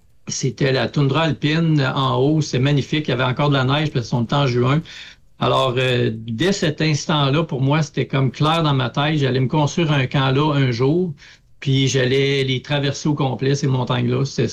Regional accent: Gagnon, Quebec, Canada; moved away; also born or lived in Laval / Montreal; moi, je suis originaire... j'aime dire que je viens de nulle part. C'est-à-dire, je suis originaire de Gagnon. qui est une ville qui n'existe plus, qui a été fermée, détruite là, en 85. Et je suis né là.

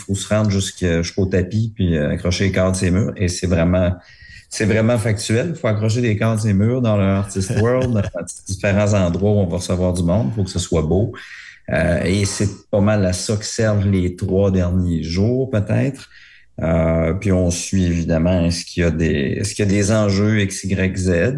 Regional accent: Rimouski, Quebec, Canada; Moi, je viens de Rimouski, puis... Je me destinais plus au monde des affaires parce que ma famille était une famille d'entrepreneurs.

